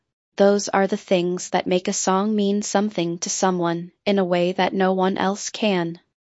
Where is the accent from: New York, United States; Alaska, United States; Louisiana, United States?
New York, United States; Brooklyn; Growing up in Brooklyn, I was always surrounded by the pulse of multiple cultures, the West Indian beat, the Latin American energy, the hip-hop of the streets.